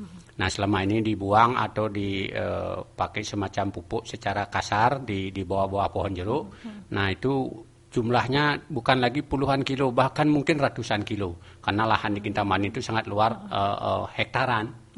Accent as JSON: {"language": "Indonesian", "region": "Bali", "country": "Indonesia", "said": "apalagi saya orang Bali"}